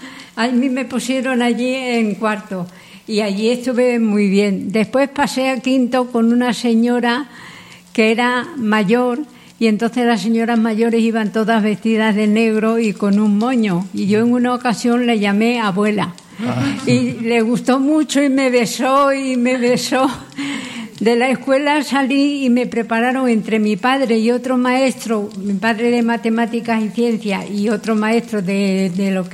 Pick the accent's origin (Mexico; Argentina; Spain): Spain; Cáceres, Extremadura; yo es que nací en Cáceres.